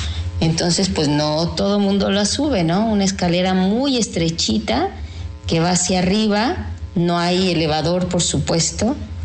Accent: Puebla, Mexico

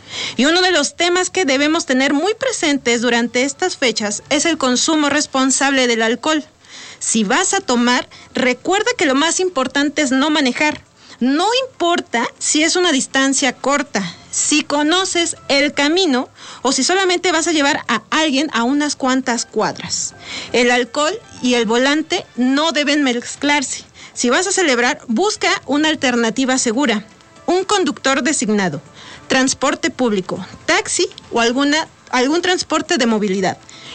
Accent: Mexico; una de las fechas que más nos identifica como mexicanos, las fiestas patrias.

